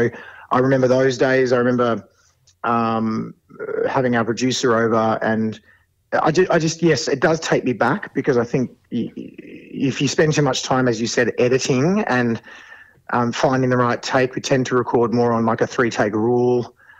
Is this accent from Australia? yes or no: yes; Geelong, Victoria, Australia; I grew up in Geelong